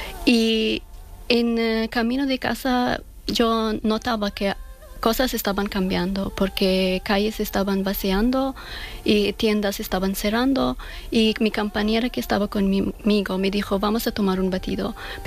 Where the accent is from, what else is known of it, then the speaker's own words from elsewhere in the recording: Afghanistan; now in Spain; Y en octubre de 2021, en uno de vuelos de evacuación, yo con mi familia salimos de Afganistán.